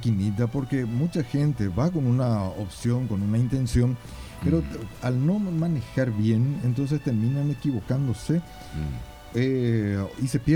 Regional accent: Asunción, Paraguay; now in Trinidad, Paraguay; yo soy Asunceno.

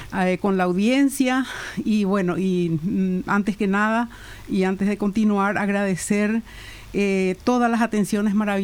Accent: Paraguay; Soy paraguaya.

